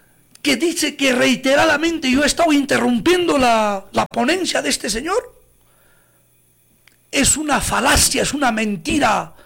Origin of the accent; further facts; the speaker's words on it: Coracora, Ayacucho, Peru; moved away as an adult; yo he regresado a mi tierra, a mi querida Coracora